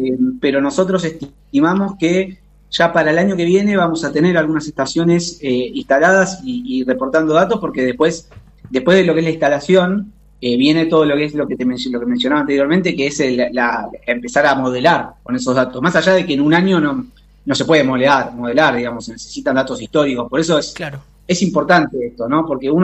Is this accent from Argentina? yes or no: yes; Buenos Aires Province, Argentina; no solo como bonaerense, sino como argentino